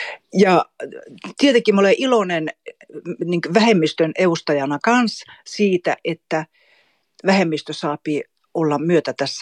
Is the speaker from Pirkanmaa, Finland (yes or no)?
no; Kolari, Lapland, Finland; now in Kaunisvaara, Sweden; Mä olen Tornionlaaksosta. Mulla on juuria Suomen ja Ruotsin puolella. Itse mä olen kasunut sitten niin Suomen puolella Tornionlaaksossa Kolarissa. Ja tällä hetkellä mä asun Kaunisvaarassa. Se on täällä Ruotsin puolella sitten, Pajalankun.